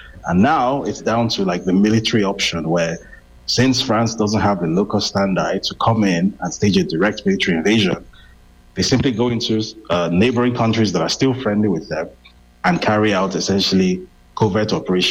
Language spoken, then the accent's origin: English; Nigeria; It gives me absolutely no pleasure to say this as a Nigerian